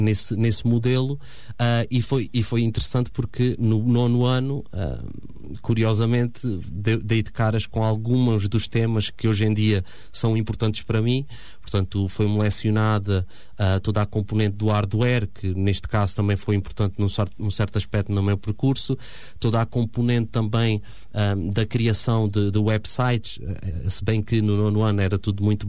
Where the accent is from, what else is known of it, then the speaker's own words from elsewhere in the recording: Vidigueira, Alentejo, Portugal; numa rádio da minha terra, da Vidigueira